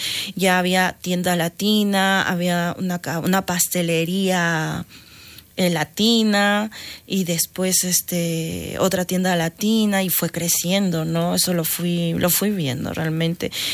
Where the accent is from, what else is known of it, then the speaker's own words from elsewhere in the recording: Paraguay; Mira, yo soy me acuerdo bien claro, Paraguay, uno de Ecuador y la otra también creo que era de Ecuador. Éramos tres, cuatro latinos y el resto eran de aquí, ¿no?